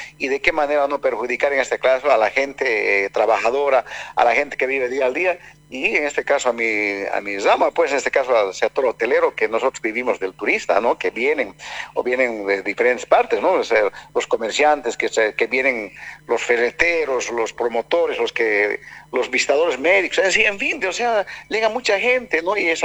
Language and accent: Spanish; Bolivia